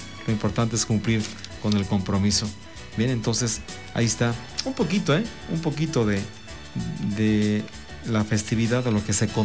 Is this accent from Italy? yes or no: no; Mexico; nosotros también nos llamamos Estados Unidos Mexicanos. Sí, ojalá que sigamos unidos como buenos mexicanos.